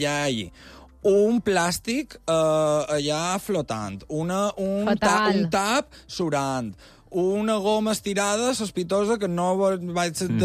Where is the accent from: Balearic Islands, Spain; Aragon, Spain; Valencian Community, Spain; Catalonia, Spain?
Balearic Islands, Spain; a mi com a mallorquí